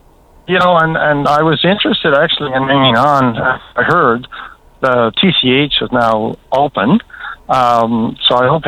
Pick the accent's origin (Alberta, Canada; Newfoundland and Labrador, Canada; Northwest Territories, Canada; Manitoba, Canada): Newfoundland and Labrador, Canada; North Harbour; my hometown of North Harbour